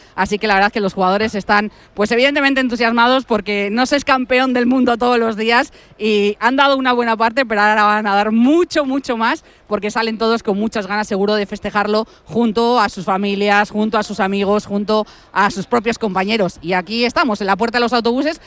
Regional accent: Spain; Vais a demostrar que somos españoles también festejando.

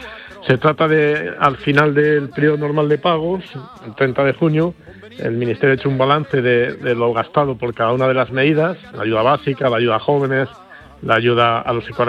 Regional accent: Cevico de la Torre, Castile and León, Spain; uno de mi zona, del Cerrato, teniendo en cuenta que esta semana es la semana del eclipse. En mi pueblo, en Cerico de la Torre, hay un paraje que es la Pradera del Monte

